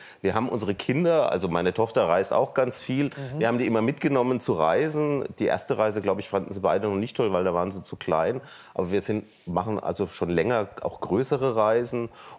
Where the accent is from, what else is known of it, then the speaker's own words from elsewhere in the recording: Germany; ich als Deutscher